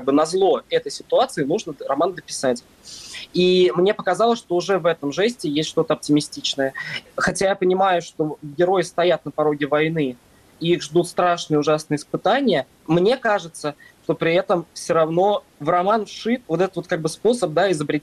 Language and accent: Russian; Russia; moved away as an adult; now in Germany; Я уехал из России 3 января этого года, и поэтому я в Германии уже 7-й месяц.